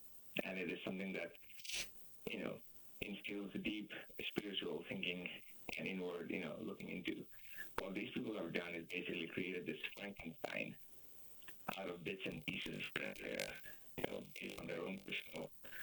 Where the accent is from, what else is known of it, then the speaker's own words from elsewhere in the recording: Bangladesh; And I'm originally from Bangladesh. And Bangladesh had to fight for our independence back in 71 against Pakistan.